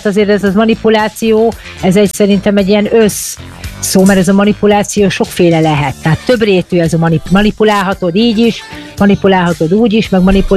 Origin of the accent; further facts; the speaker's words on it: Pesterzsébet, Budapest, Hungary; born there; Hát én a Baba utcában születtem Pester Zsébet, onnan jöttem.